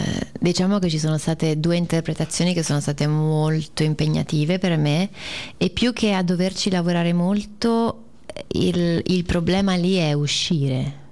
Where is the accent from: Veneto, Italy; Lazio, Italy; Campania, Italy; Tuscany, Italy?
Veneto, Italy; Padua; moved away; mi ero ritrasferita a Padova, perché dopo il Covid, per diversi motivi, ho deciso di tornare un po' qui, avevo bisogno di vivere un po' la mia terra, perché erano tanti anni che ero fuori